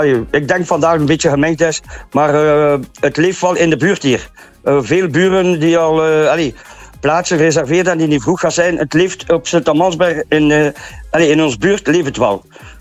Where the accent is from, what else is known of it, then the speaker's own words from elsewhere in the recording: Spain; Dus mijn vader en mijn moeder waren Spanjaarden, dus ik ben ook Spanjaard.